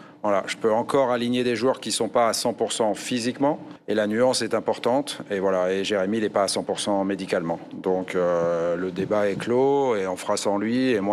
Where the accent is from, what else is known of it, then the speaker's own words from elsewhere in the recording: France; Moi, je suis français, donc je connais bien Godos aussi, qui a joué à Amiens.